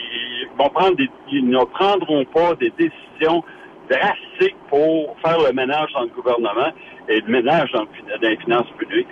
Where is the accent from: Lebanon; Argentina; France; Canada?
Canada; Quebec; Puis quand je dis que je viens de la Rive-Sud, puis j'explique pourquoi, c'est pas le troisième lien, c'est un pont de remplacement.